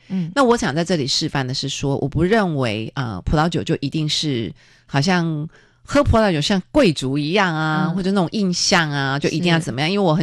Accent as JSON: {"language": "Chinese", "country": "Taiwan", "tie": "born or raised there", "said": "我是台湾长大的孩子，我的食物我最思念的就是猪血糕啊、牛肉面啊、蚵仔煎啊、还有肉丸啊。"}